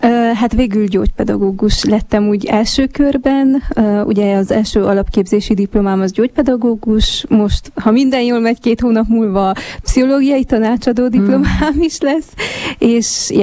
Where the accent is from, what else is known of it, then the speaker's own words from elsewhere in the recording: Gyimesfelsőlok, Harghita, Romania; de hogy alapjáraton honnan jövök, hát én Gyümesfelsőlökről származom.